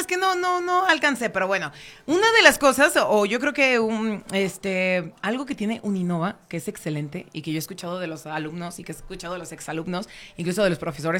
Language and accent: Spanish; Mexico; como buen mexicano, todo al último.